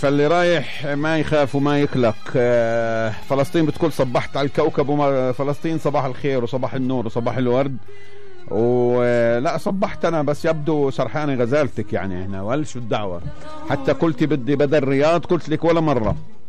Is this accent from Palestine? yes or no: yes; Palestine